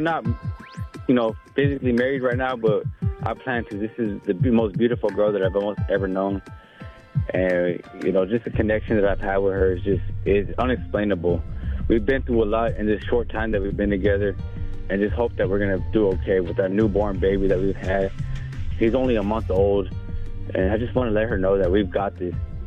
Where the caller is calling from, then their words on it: San Antonio, Texas, United States; I'm coming from San Antonio, Texas.